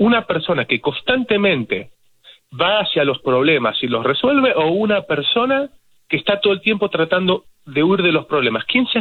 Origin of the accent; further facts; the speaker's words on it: Argentina; me gusta el fútbol como argentino que soy